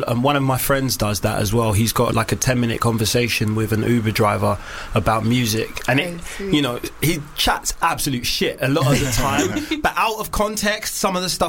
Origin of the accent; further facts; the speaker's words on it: London, United Kingdom; I'm from Hackney